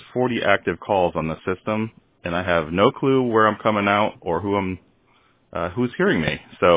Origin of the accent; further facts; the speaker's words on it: Conneaut, Ohio, United States; moved away; I'm originally from Conneaut, Ohio myself, so not too far from Erie.